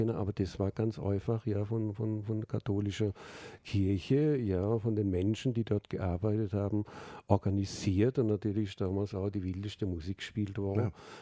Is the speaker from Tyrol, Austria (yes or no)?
no; Salzburg, Austria; also born or lived in Germany; Ich bin jetzt in Salzburg sozialisiert worden. Ich komme ursprünglich aus dem Deutschen.